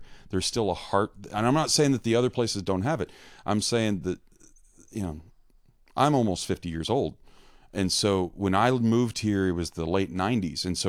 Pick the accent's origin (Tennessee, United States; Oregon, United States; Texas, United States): Texas, United States; Dallas; moved away as an adult; also born or lived in Lubbock; now in Austin, United States; Well, I grew up in Dallas. Grew up in Dallas, went to school in Lubbock